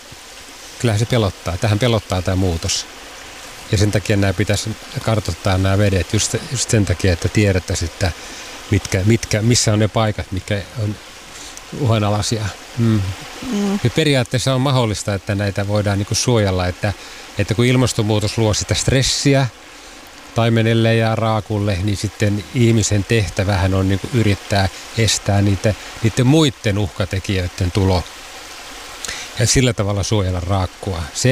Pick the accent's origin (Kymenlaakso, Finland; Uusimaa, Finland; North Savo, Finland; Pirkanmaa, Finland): Pirkanmaa, Finland; moved away; mä oon itse Etelä-Suomesta Tampereen seudulta